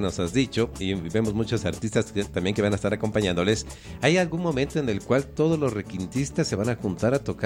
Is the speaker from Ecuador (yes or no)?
yes; Ecuador; nos identifica como ecuatorianos